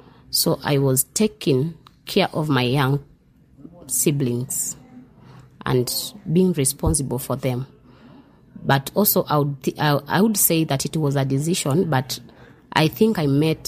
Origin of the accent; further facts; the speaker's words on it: Tala, Machakos County, Kenya; I also have a small hotel in Tala, in my hometown